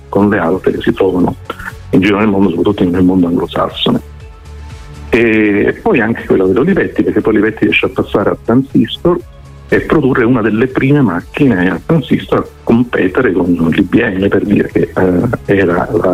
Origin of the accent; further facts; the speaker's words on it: Calabria, Italy; Io non sono toscano, sono calabrese, sono toscano di adozione, però so che qui, insomma, vivendoci, ogni città si scontra con le altre città